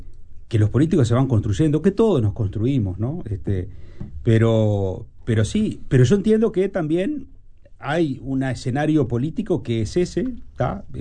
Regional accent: Flores, Uruguay

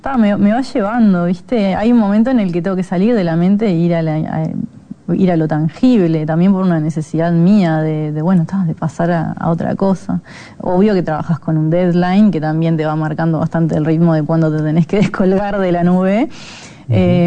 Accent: Uruguay; ¿cómo somos los uruguayos?

